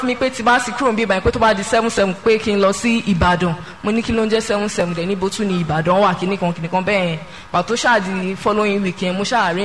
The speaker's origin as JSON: {"language": "Yoruba", "town": "Igando", "region": "Lagos", "country": "Nigeria", "said": "Mo wá láti Igando ní Èkó."}